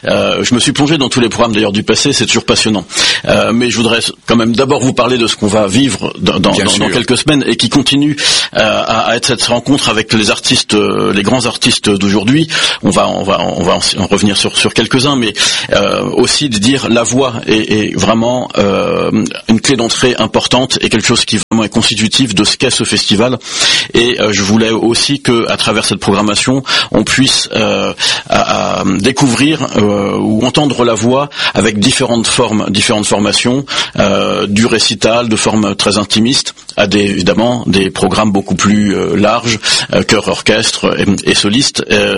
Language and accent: French; Île-de-France, France; je viens du Val d'Oise et je le revendique.